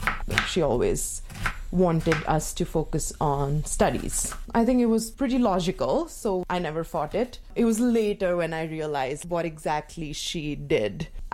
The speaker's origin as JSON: {"language": "English", "town": "Ghaziabad", "region": "Uttar Pradesh", "country": "India", "tie": "born or raised there", "moved": "as an adult", "lives_now": "Kingston, Canada", "said": "It's this town named Ghaziabad. It's in the state of Uttar Pradesh. It's about 2 hours from Delhi, which is the national capital. Suburbia, but not really. Not as fancy or as bougie as how North America suburbs look like."}